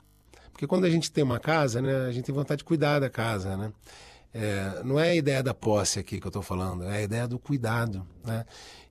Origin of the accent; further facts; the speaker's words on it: Rio de Janeiro, Brazil; born there; Porque eu nasci no Rio de Janeiro.